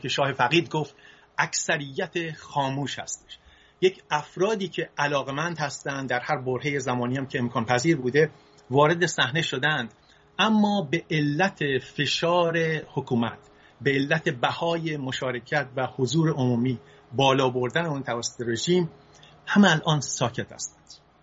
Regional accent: Isfahan, Iran; also born or lived in Fasa; من تو سال 1337 در شهر فحصا متولد شدم، یکی از شهرهای استان فارس. پدرم کارمند بانک بود و بعد از یکی دو سالم شد رفت تهران.

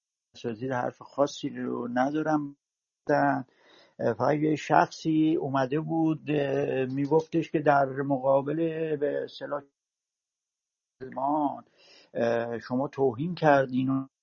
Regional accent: Iran; moved away; من الان 37 سالی که خارج از ایرانم

